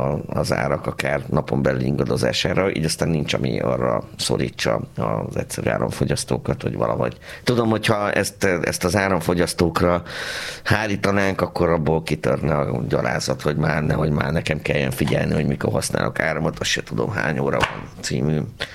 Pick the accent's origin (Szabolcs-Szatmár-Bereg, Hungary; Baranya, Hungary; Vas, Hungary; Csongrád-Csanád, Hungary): Baranya, Hungary; Pécs; én ezt se tudom mondani, hogy én pécsiként sosem libikókáztam, mert mi döcögőztünk, drága.